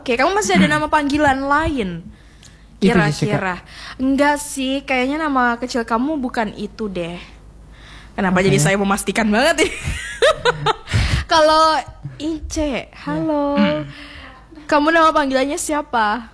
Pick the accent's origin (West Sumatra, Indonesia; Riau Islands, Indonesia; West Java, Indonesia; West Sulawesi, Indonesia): West Sulawesi, Indonesia; Polewali Mandar; Saya orang Polman, saya bangga.